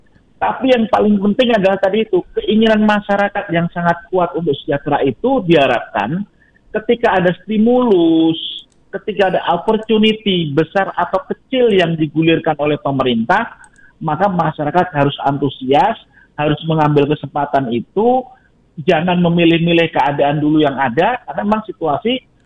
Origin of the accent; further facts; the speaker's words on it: Boyolali, Central Java, Indonesia; Pak … dari Boyolali, selamat siang. Saya orang Boyolali, Pak …. Boyolalinya di mana, Pak …?